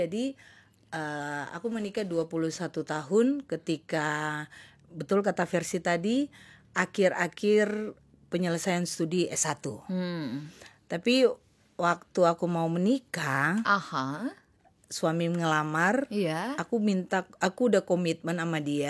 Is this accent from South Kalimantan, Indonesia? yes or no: no; Manado, North Sulawesi, Indonesia; born there; Saya lahir di Manado.